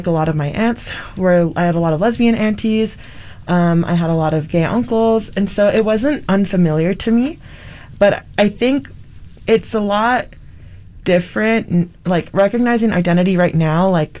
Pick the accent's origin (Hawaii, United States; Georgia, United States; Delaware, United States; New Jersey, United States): Hawaii, United States; I didn't grow up in Utah. I was born and raised in Hawaii. And I grew up LDS.